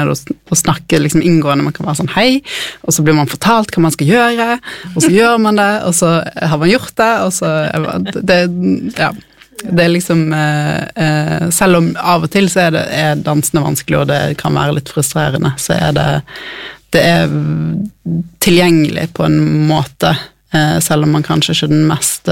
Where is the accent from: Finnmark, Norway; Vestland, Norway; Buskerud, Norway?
Vestland, Norway; Bergen; Dere hører jo på dialekten min, jeg er fra Bergen.